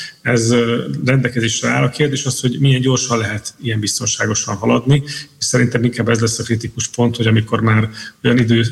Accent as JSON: {"language": "Hungarian", "town": "Szombathely", "region": "Vas", "country": "Hungary", "said": "én azt mondom szombathelyiként is"}